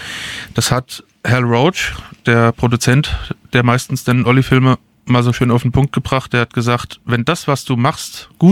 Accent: Darmstadt, Hesse, Germany; ich bin ja in Darmstadt geboren und aufgewachsen.

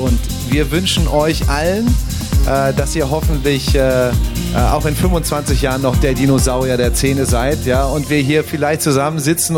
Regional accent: Kastellaun, Rhineland-Palatinate, Germany; Wenn wir in Hamburg sind oder in München und die Leute fragen uns, wo kommst du denn eigentlich her? Dann sagen wir immer, ja, Castelaun.

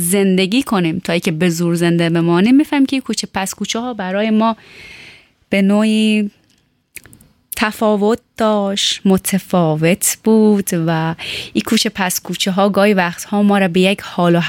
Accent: Tehran, Tehran Province, Iran; born or raised there

